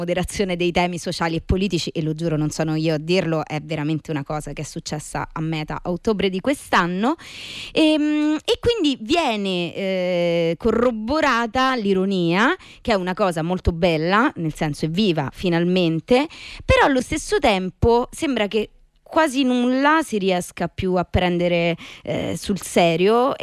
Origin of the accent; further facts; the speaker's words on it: Rome, Lazio, Italy; io sono di Dure Vecchia